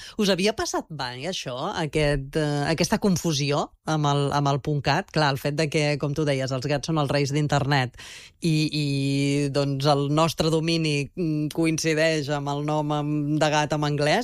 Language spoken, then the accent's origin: Catalan; Catalonia, Spain; És que com som els catalans, eh?